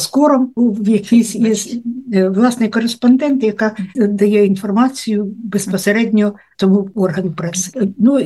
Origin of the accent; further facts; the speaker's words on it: Chernobyl, Kyiv Oblast, Ukraine; люди добрі, то я з Чорнобиля, ось зараз. Я що, чорна?